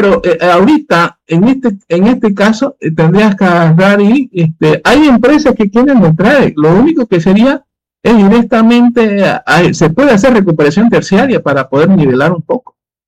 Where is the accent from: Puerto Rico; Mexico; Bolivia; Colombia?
Bolivia; nosotros, como bolivianos, tenemos que tener en cuenta lo siguiente